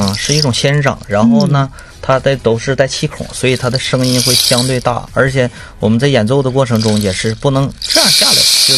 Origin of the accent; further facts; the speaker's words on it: Northeast China, China; accent: Northeastern (Dongbei) dialect; 像我们东北话